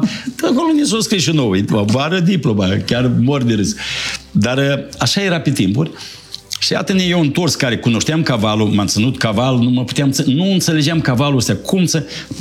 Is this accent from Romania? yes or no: no; Ștefan Vodă District, Moldova; Mulți, oi, sunteți din raionul Ștefan Vode și eu sunt din Ștefan Vode.